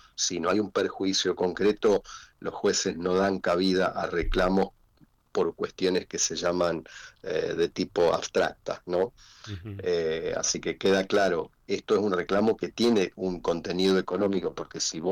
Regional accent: Pergamino, Buenos Aires Province, Argentina; Yo soy de Pergamino.

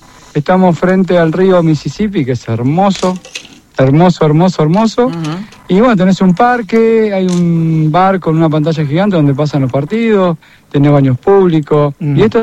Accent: Argentina; now in United States; yo soy oriundo de Villavoy

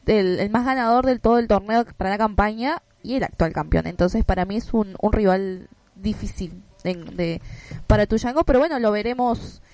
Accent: María Grande, Entre Ríos, Argentina; Residente ciudadana de María Grande

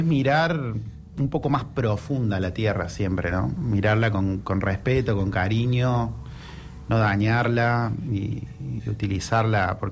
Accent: Córdoba, Argentina; moved away as an adult; now in Chubut, Argentina; yo que vengo de Córdoba

